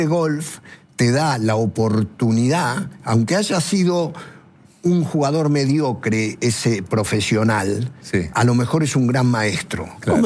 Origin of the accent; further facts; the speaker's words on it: Argentina; el único aficionado que había argentino, que era yo